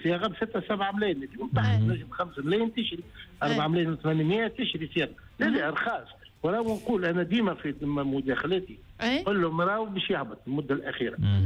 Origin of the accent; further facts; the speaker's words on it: Tunisia; احنا راهو الذهب عندنا في تونس بالنسبه للخارج معناتها يتسمى متميز